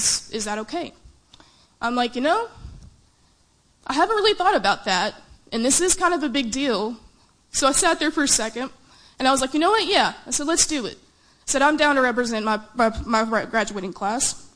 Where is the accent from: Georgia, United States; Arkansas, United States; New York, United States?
Arkansas, United States; Malvern; also born or lived in Little Rock, Arkansas; I am of Arkansas because my family is of Arkansas. I was born here in Little Rock, but I was raised about 45 minutes south in Malvern, Arkansas.